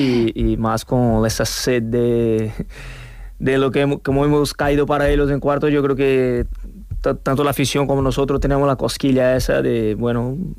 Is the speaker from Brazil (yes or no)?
yes; Brazil; Soy brasileño, no tengo problemas.